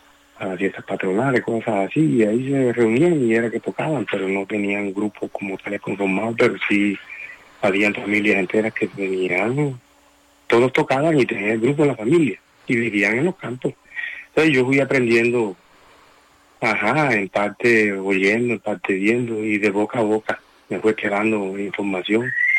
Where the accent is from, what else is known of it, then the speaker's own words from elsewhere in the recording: San Juan Nepomuceno, Bolívar, Colombia; yo nací aquí en San Juan, en el ambiente este de gaitero